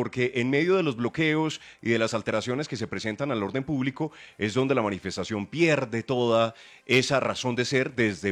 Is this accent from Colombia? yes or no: yes; Colombia; Claro, es que como colombianos tenemos